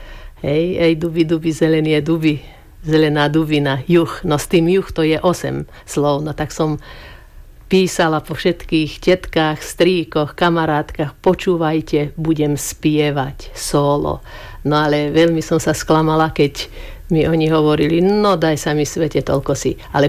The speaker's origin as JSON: {"language": "Slovak", "region": "Žilina Region", "country": "Slovakia", "tie": "born there", "moved": "yes", "said": "nedaleko od môjho rodiska boli a sú tie krásne roháče."}